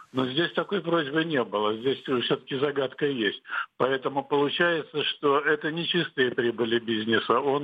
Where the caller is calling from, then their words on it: Vladivostok, Primorsky Krai, Russia; Я звоню вам из Владивостока.